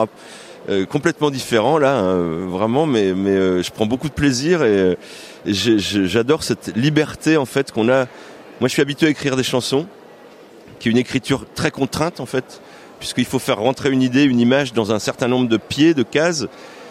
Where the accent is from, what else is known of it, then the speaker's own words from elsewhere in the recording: Châteauroux, Centre-Val de Loire, France; born there; Mais en plus, je suis né à Châteauroux, donc ça fait plaisir.